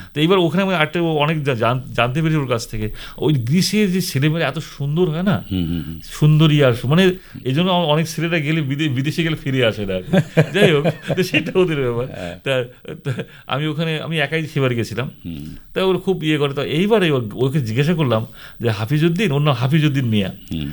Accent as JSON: {"language": "Bangla", "country": "India"}